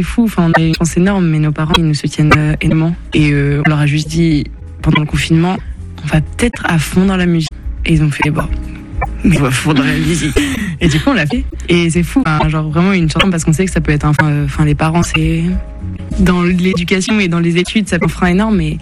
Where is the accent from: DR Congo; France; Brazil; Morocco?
France; Du coup, on a grandi en France métropolitaine et ça nous permet de nous rapprocher de la Guadeloupe.